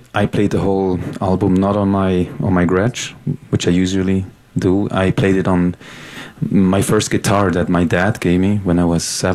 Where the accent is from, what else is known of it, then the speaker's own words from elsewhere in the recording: Switzerland; even though we grew up in Switzerland.